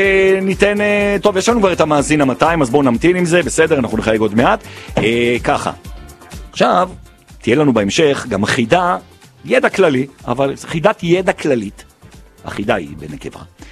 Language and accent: Hebrew; Jerusalem, Jerusalem District, Israel; born there; בגלל שאני נולדתי בארץ, זכיתי להיות קודם כל יהודי ואחרי זה ישראלי שנולד בירושלים ובעזרת השם ימות בירושלים